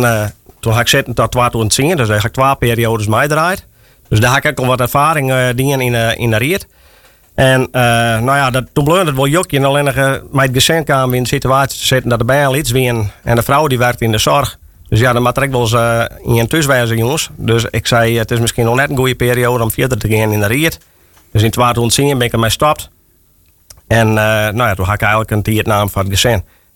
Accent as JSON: {"language": "Dutch", "area": "Kollum", "region": "Friesland", "country": "Netherlands", "tie": "born or raised there", "said": "Ik ben geboren en getogen in Kalmers."}